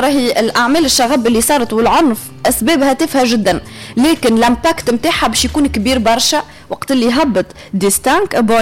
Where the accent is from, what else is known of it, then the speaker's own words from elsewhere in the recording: Tunisia; احنا كشعب تونسي